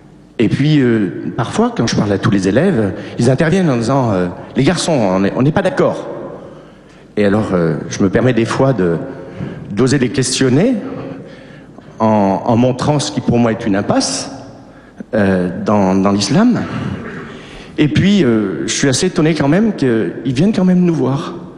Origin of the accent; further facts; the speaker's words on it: Clermont-Ferrand, Auvergne-Rhône-Alpes, France; Oui, bonjour, je ne suis pas de Grenoble, je suis de Clermont.